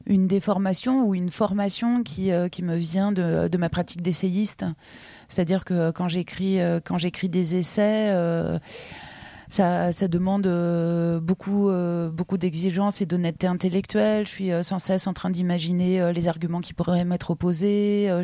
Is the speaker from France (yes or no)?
yes; France; qu'est-ce que ça veut dire être fasciné par les tropiques quand on est né et qu'on a grandi en France métropolitaine, quoi.